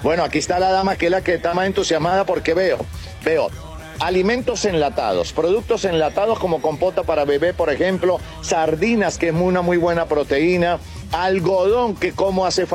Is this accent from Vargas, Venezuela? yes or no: no; Táchira, Venezuela; esto que nos caracteriza a los tachirenses